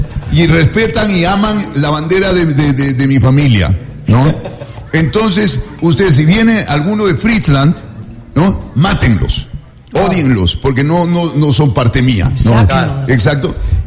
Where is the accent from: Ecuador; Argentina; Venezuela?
Ecuador; moved away; la mayoría de ecuatorianos que hemos vivido fuera